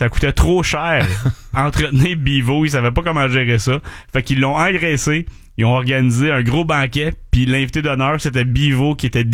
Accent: Dorval, Quebec, Canada; accent: West Island; Moi, je viens de Dorval. L'accent du West Island est très, très prononcé.

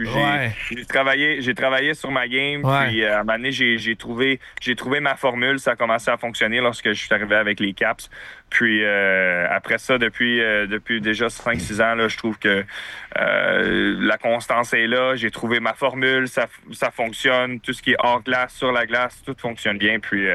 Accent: Quebec, Canada; mais je suis fier québécois, fier canadien.

